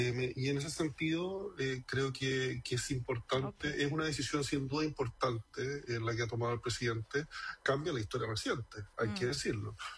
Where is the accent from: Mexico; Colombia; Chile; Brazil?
Chile; yo creo que hay que partir diciendo que esto es una fecha que nos divide como chilenos, o sea, seamos sinceros.